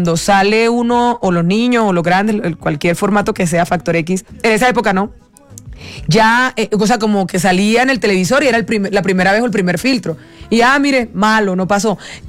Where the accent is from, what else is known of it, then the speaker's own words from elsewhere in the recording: Aguachica, Cesar, Colombia; born there; en un hotel en Aguachica, mi tierra